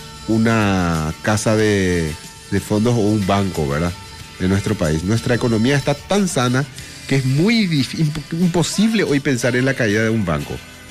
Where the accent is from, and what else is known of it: Paraguay